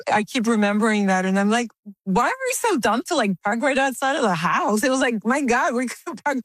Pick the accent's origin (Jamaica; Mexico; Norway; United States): Mexico; Tijuana, Baja California; In my family, Mexico was a big miss. We didn't have a cotidiana with Mexico City. We had a cotidiana with San Diego. We grew up with American television, American radio.